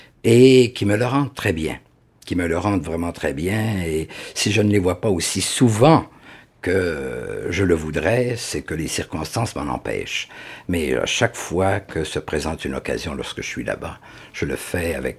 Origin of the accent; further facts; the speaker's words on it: Saguenay, Quebec, Canada; moved away; Je suis originaire évidemment du Saguenay, de Port-Alfred à l'époque, qui s'appelait après coup Ville de la Baie, qui s'appelle maintenant Saguenay. Et c'est sur les rives évidemment de ce Saguenay-là que j'ai grandi